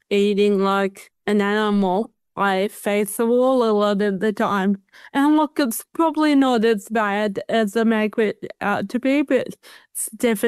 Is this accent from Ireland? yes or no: no; New South Wales, Australia; I mean, I'm from the Hunter Valley, Sam. I love food. I live for food.